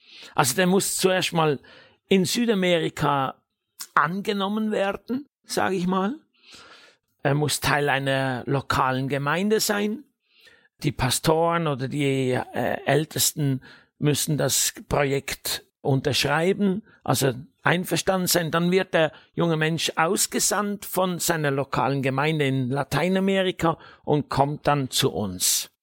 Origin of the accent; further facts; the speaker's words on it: Switzerland; moved away; Und jetzt sind wir hier wieder, nach fast 40 Jahren bin ich wieder in meinem Heimatland.